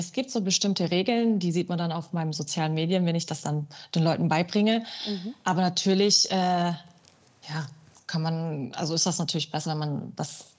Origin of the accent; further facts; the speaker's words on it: Baden-Württemberg, Germany; accent: Swabian; moved away as an adult; Ich bin tatsächlich gebürtige Schwäbin, also im Schorbeländle geboren und aufgewachsen und dort 18 Jahre lang gelebt.